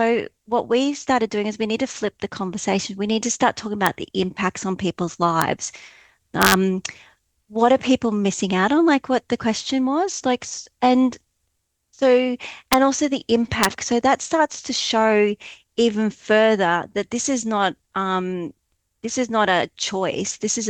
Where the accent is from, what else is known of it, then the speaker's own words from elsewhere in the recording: Brisbane, Queensland, Australia; moved away as an adult; now in Tasmania, Australia; So I grew up in Turrbal country on Brisbane North, so know that well. But I moved to Tasmania and about 5 years ago.